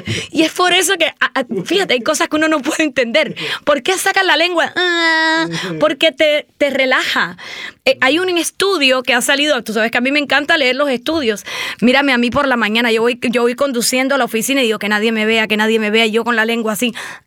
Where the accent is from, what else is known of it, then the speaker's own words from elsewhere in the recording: Cuba; yo soy cubana